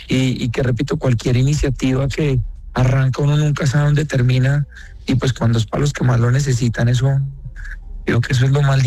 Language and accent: Spanish; Colombia; como colombianos nos unamos para lograr ayudar a los que lo necesitan.